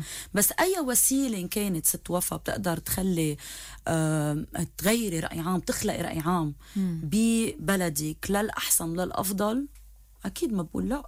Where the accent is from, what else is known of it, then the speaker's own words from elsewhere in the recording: Beirut, Beirut Governorate, Lebanon; أنا بنت بيروت